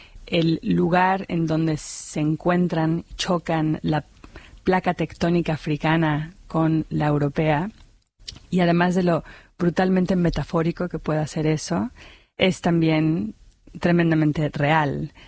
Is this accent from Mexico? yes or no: yes; Mexico; now in New York, United States; Mira, siendo mexicana y ahora habiendo vivido tanto tiempo en Estados Unidos, siempre me tengo que estar disculpando o por una cosa o por la otra.